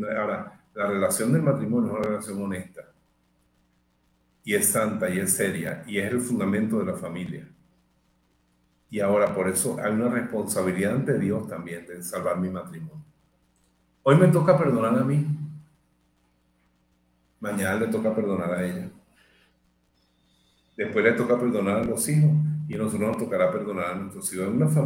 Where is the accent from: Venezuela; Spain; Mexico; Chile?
Venezuela; born there